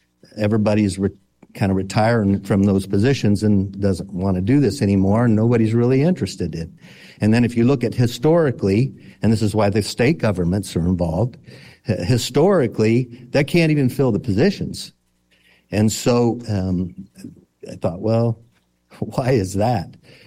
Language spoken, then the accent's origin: English; Stark County, Ohio, United States; I was born and raised in Stark County. My parents were raised and born in Stark County. My grandparents were born and raised in Stark County. So I have a lot of lineage here